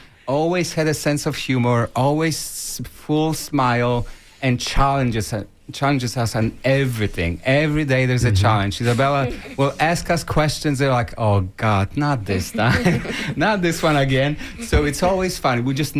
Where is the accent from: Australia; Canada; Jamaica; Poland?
Poland; Podlaskie Voivodeship; now in United States; I grew up in Poland, and I moved to U.S. in 1994.